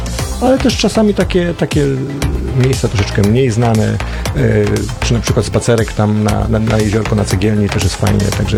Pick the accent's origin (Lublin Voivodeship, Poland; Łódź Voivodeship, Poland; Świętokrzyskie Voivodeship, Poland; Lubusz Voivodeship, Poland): Lubusz Voivodeship, Poland; to oczywiście jeziora, lasy, jezioro Niesłyszno. Całe życie wychowywałem się obok tego jeziora, więc przepiękne jezioro.